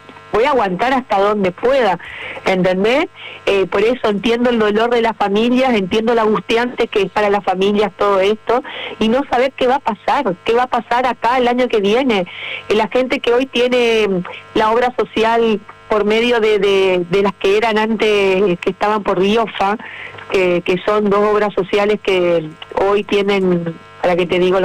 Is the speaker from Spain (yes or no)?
no; Corrientes, Argentina; porque saben que soy correntina